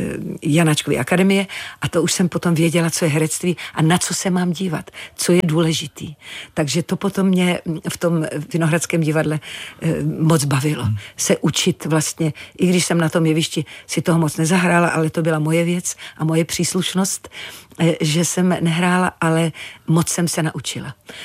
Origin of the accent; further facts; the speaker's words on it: Zlín Region, Czechia; A takže říkám, že jsem hrdej Valach, ano.